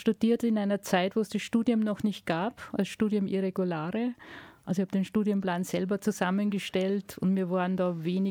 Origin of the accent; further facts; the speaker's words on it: Unken, Salzburg, Austria; ich bin gebürtige Unkenerin und lebe in Unken. Das ist ein Die Unkner, sind, Unkner und Unknerinnen sind ein eigenwilliges Bergvolk, steht in der Chronik.